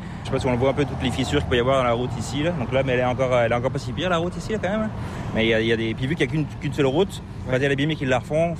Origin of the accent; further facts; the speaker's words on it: France; accent: French/Québécois; now in Canada; Soit un Québécois me dit que j'ai un petit accent français, un Français me dit que j'ai un accent québécois. Donc je suis comme ni l'un ni l'autre.